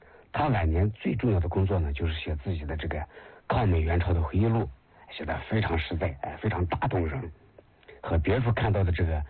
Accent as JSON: {"language": "Chinese", "country": "China", "said": "我们中国人在异国他乡的土地上耗时如此之久"}